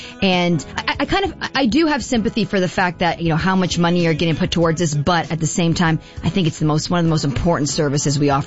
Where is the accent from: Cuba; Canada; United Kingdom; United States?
Canada; Is that just because I'm saying that because I'm Canadian?